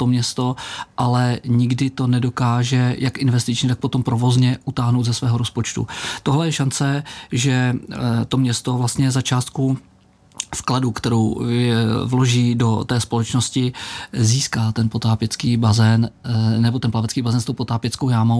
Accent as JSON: {"language": "Czech", "town": "Dvůr Králové nad Labem", "region": "Hradec Králové Region", "country": "Czechia", "said": "kdykoliv jsem v České republice a řeknu, že jsem ze Dvora Králové"}